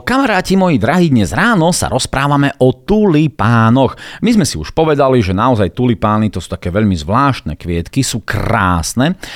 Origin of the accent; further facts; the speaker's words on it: Bardejov, Prešov Region, Slovakia; dokonca myslím, že to bolo u nás v Bardejove